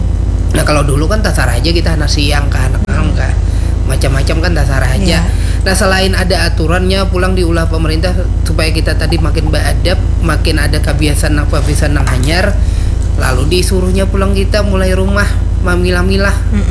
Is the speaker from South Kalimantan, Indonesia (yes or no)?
yes; South Kalimantan, Indonesia; Lawan kalau kita orang Banjar ini atau masyarakat Banjar ini dikenal lawan religiusitasnya.